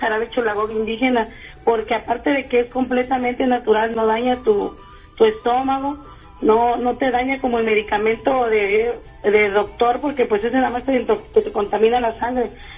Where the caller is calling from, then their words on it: Garland, Texas, United States; De Garland